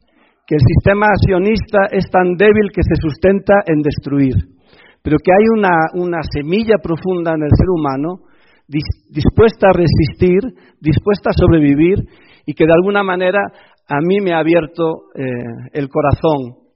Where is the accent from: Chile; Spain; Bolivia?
Spain; Galicia; moved away; de donde yo soy están todos durmiendo